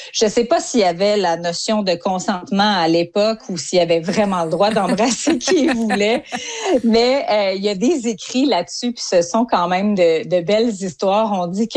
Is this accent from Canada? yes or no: yes; Saint-Guillaume, Quebec, Canada; moi, je viens de Saint-Guillaume, au centre du Québec. Le blé d'Inde, ça a toujours fait partie de mes étés, de mes automnes, depuis que je suis jeune.